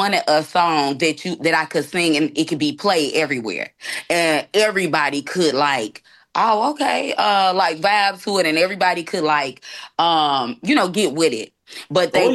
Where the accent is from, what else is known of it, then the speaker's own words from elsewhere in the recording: Chicago, Illinois, United States; I am from Chicago